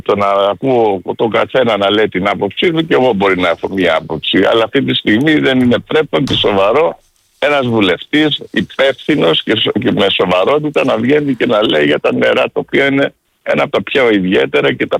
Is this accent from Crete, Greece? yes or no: no; Rhodes, South Aegean, Greece; Εγώ ως Ροδίτης θέλω καθαρό νερό